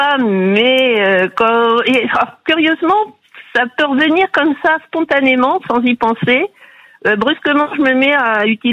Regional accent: Culan, Centre-Val de Loire, France; Non, du sud du Cher, un petit village qui s'appelle Culan.

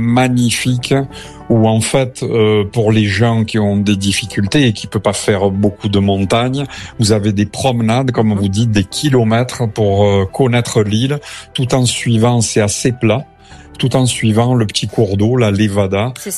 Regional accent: Aix-en-Provence, Provence-Alpes-Côte d'Azur, France; now in Funchal, Portugal; quand je suis à Funchal, de vivre comme une ville un peu comme Aix-en-Provence, très agréable, d'où je suis d'origine.

